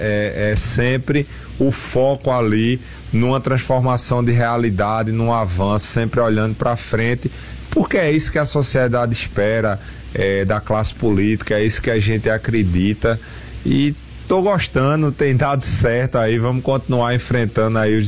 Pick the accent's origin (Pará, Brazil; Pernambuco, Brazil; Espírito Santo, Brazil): Pernambuco, Brazil; Aliança; eu sou natural, né, de Aliança.